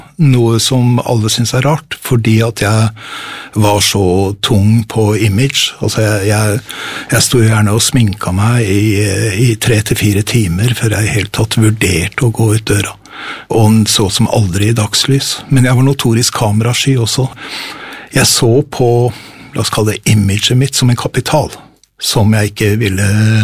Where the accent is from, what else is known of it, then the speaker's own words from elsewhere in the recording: Bodø, Nordland, Norway; now in Oslo, Norway; jeg født og oppvokst I Frelsesarmeen I Nord-Norge.